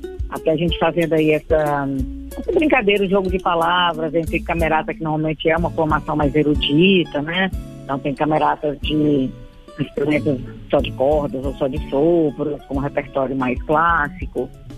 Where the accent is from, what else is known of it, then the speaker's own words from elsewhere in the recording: Brasília, Federal District, Brazil; born there; Eu sou nascida em Brasília, sou assim, primeira geração, filha de candangos. Meu pai e minha mãe se conheceram em Brasília